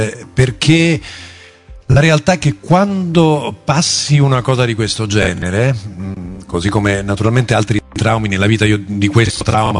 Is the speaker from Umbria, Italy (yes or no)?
yes; Umbria, Italy; sono umbro di origine